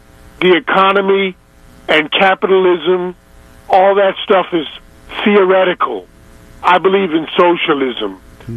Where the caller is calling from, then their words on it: Germany; calling long distance from Germany.